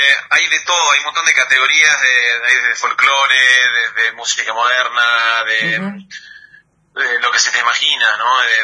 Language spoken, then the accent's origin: Spanish; Trevelin, Chubut, Argentina; para mí es raro cuando uno dice soy de Trevelin, se quedan pensando de Trevelin, ¿de dónde? Trevelin, Patagonia